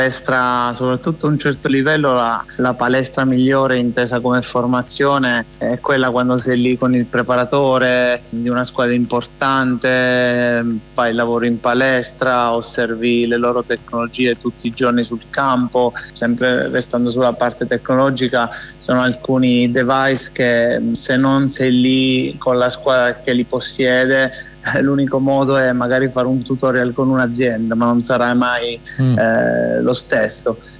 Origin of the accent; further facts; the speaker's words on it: Atri, Abruzzo, Italy; now in Roseto degli Abruzzi, Italy; io sono originario di Atri, vivo a Roseto degli Abruzzi